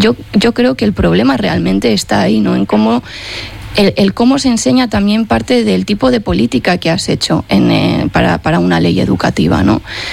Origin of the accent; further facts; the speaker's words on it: San Sebastián, Basque Country, Spain; yo he estudiado en toda mi vida en escuela pública. Es verdad que yo vengo de Donosti.